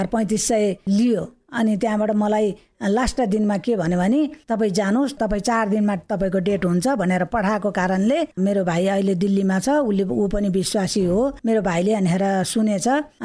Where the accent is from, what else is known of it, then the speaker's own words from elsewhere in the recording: Thori, Madhesh Province, Nepal; now in Fapar Bari, Nepal; अनि मेरो माइती चाहिँ ठोरी हो, मेरो घर चाहिँ फापरबारी हो।